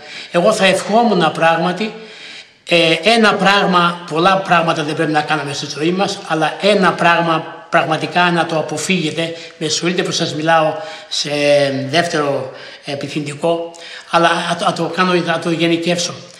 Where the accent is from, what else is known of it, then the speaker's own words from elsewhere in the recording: Epirus, Greece; εγώ κατάγομαι από την Ήπειρο